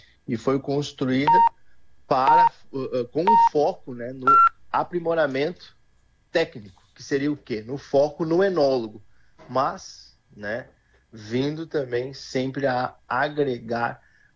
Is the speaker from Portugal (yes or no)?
no; Rio Grande do Sul, Brazil; nós mesmos aqui, como gaúchos